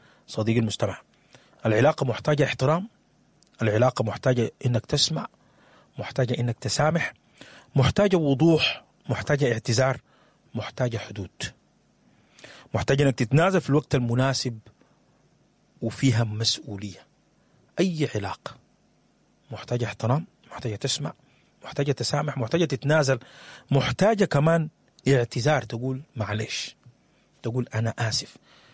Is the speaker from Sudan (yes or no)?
yes; Sudan